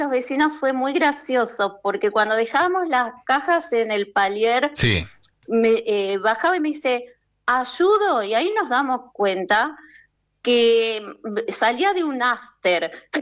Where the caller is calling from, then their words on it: Buenos Aires, Argentina; yo estoy viviendo en Palermo.